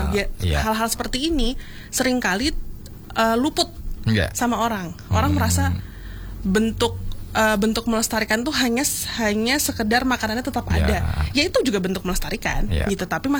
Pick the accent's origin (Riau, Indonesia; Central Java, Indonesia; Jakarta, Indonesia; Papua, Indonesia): Jakarta, Indonesia; moved away as an adult; now in Yogyakarta, Indonesia; aku aslinya dari Jakarta mas yeah. gitu, mm-hmm. aku mencoba perspektif sebagai anak Jakarta